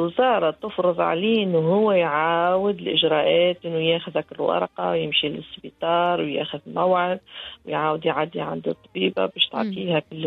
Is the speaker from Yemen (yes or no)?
no; Tunisia; كما نقولوا احنا من تونس العاصمة